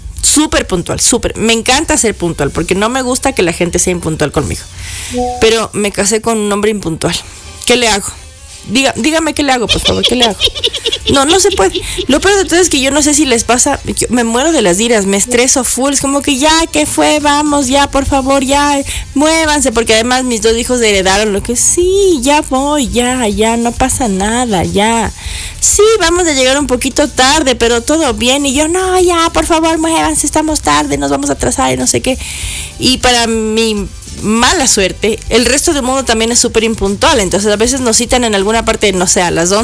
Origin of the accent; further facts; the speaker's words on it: Ecuador; como yo soy ecuatoriana